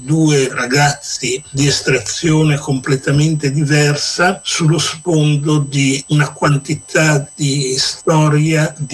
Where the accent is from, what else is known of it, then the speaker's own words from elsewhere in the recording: Genoa, Liguria, Italy; born there; now in Milan, Italy; Io nasco a Genova e vivo a Milano da 50 anni.